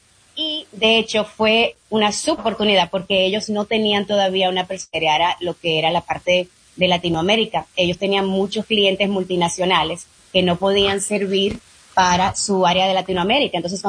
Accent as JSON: {"language": "Spanish", "country": "Dominican Republic", "said": "yo soy latina, que vine de República Dominicana y soy mujer y soy ingeniero"}